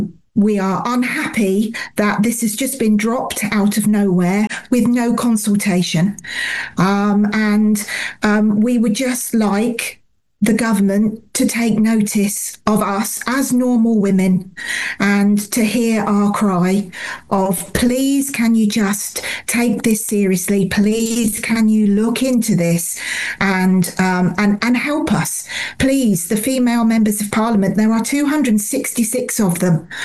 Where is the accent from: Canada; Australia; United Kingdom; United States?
United Kingdom; Piddington, England; This has been my home since I was born. I'm born and bred in Piddington.